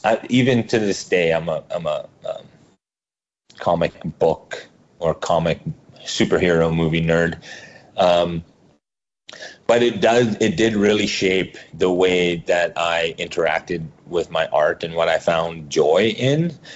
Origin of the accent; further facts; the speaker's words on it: Peguis First Nation, Manitoba, Canada; You know, I grew up in Pecos First Nation, but I came to the city often